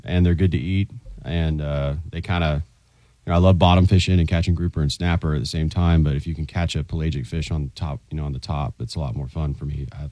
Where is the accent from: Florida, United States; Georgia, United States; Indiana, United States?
Florida, United States; Jacksonville; I mean, well, I grew up in Jacksonville